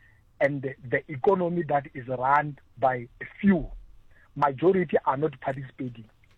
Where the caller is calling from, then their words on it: Ogies, Mpumalanga, South Africa; I'm calling you from the Mpumalanga area called Ogies.